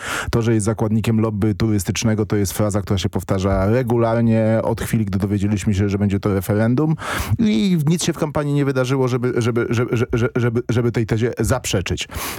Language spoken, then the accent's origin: Polish; Płock, Masovian Voivodeship, Poland; Jak już tak jesteśmy przy coming outach, to ja powiem, że jestem z Płocka.